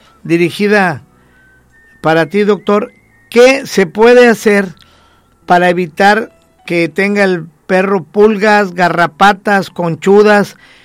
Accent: Poza Rica, Veracruz, Mexico; Yo amo mi colonia Chapultepec, con aquel lodo, aquellas zanjas, aquellas lagunas, aquel chapopote, no había banquetas, no había luz, pero yo amo mi colonia como si fuera parte, no, es parte de mi vida

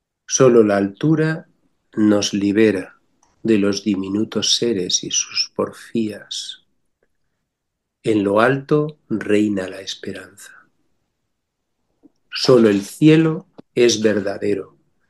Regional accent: Extremadura, Spain; Soy extremeño profundo, pero no se nota.

